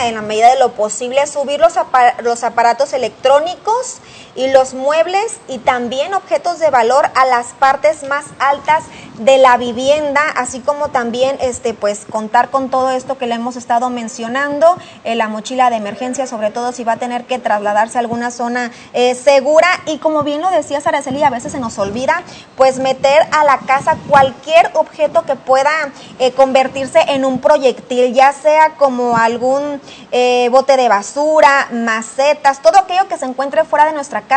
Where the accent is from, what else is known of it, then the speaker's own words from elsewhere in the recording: Santiago Ixcuintla, Nayarit, Mexico; en Santiago Ixcuintla, desde ayer, mi tierra justamente, mis papás me estaban poniendo muy al tanto, les pregunté que cómo estaba la situación allá